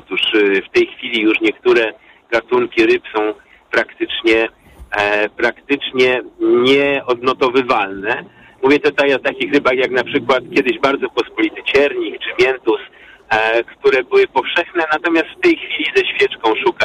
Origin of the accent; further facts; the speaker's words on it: Łódź, Łódź Voivodeship, Poland; jestem łodzianinem, ale przeprowadzam się, czyli mieszczuchem takim typowym, ale przeprowadzam się do miejscowości pod Sieradzem